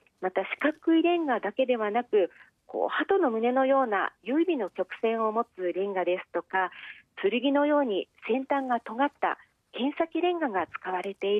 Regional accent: Sapporo, Hokkaido, Japan; 愛してやまない地元札幌の観光をしてきました

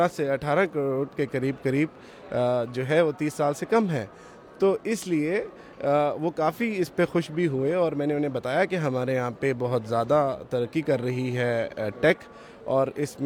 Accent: Lahore, Punjab, Pakistan; السلام علیکم، … اور ہم لاہور سے آئے ہیں۔

